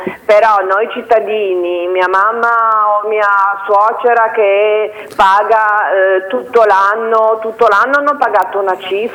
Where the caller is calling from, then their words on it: Genoa, Liguria, Italy; io sono da Righi